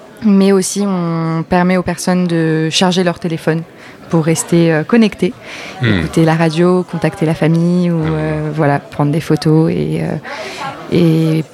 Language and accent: French; Calais, Hauts-de-France, France; je viens de Calais.